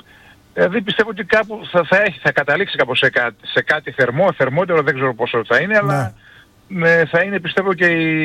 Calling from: Greece

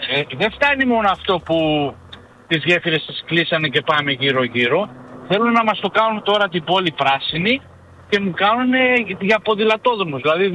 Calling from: Germany; Εδώ δεν είναι καλύτερα, εδώ είναι χειρότερα πλέον στη Γερμανία.

